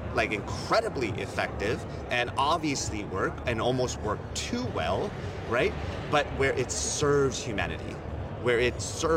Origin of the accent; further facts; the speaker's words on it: California, United States; now in New York City, United States; I'm also from the Bay Area. I was born and raised. I now live in New York City.